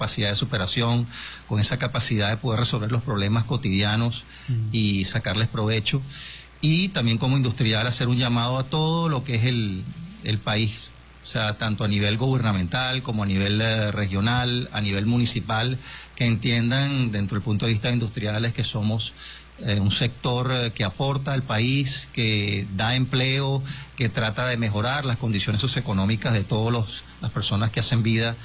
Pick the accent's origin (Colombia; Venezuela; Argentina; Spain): Venezuela; como venezolano y como industrial